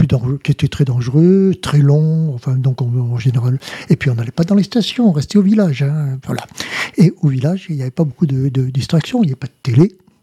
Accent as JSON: {"language": "French", "town": "Le Luc", "region": "Provence-Alpes-Côte d'Azur", "country": "France", "tie": "born or raised there", "said": "Alors, je suis un pur Lucois, je suis né à Luc. Je suis parti longtemps pour des raisons professionnelles et je suis revenu en retraite à Luc."}